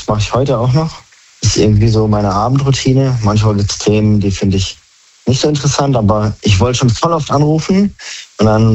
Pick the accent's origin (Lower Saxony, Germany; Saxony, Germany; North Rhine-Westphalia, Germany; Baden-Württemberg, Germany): Baden-Württemberg, Germany; Freiburg; Ich komme aus Freiburg.